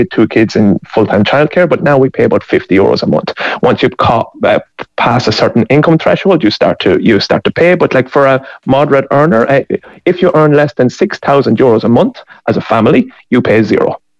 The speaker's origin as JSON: {"language": "English", "country": "Ireland", "moved": "as an adult", "lives_now": "Finland", "said": "I'm Irish. My wife is Finnish. We met in Ireland. We had our first kid in Ireland, and we were in childcare in Ireland for a little while, for about 6 months before we moved over here."}